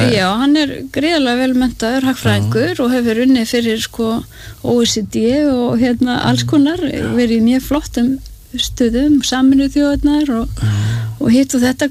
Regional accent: Kópavogur, Capital Region, Iceland; ég, þú veist ólst upp í Kópavogi, ég ólst ekki upp í litlu fiskiþorpi

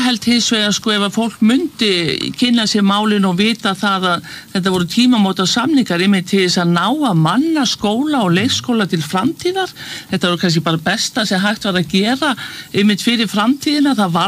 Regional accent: Reykjavík, Capital Region, Iceland; ég hef aldrei skilið það sem Breiðhyltingur

